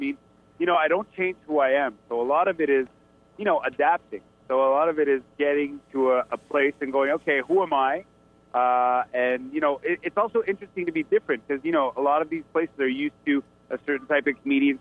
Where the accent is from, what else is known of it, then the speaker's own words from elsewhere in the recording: Canada; I'm pretty much giving my perspective as a Canadian neighbor on what's going on in the States right now